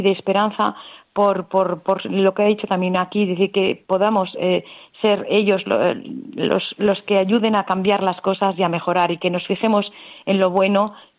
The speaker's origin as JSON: {"language": "Spanish", "region": "Canary Islands", "country": "Spain", "said": "todos los canarios como españoles"}